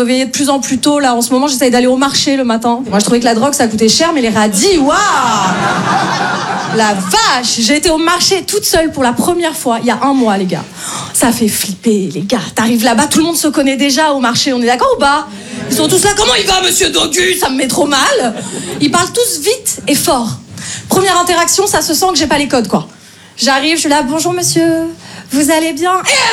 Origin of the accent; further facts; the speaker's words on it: Paris, Île-de-France, France; moi je viens de Paris.